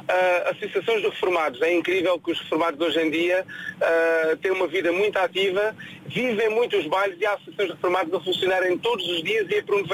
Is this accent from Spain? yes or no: no; Santiago do Cacém, Alentejo, Portugal; Eu sou de Santiago do Cacém.